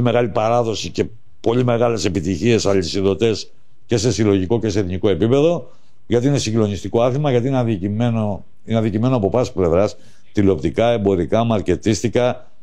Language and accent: Greek; Rethymno, Crete, Greece; moved away; για την πατρίδα μου, την ιδιαίτερη, το Ρέθυμνο.